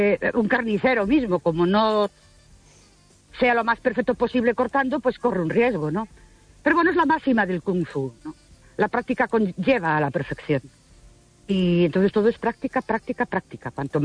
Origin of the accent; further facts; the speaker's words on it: Ourense, Galicia, Spain; Buenas noches. Soy … de Ourense.